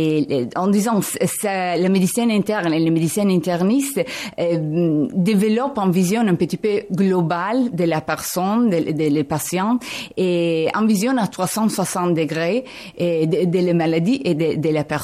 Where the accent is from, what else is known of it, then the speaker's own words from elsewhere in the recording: Italy; Oui, je suis italienne